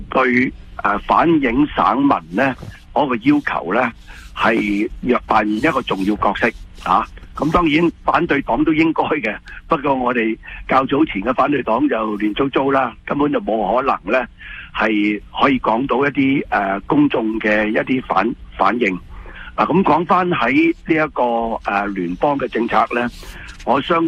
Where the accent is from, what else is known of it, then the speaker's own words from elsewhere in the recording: Canada; 我哋加拿大人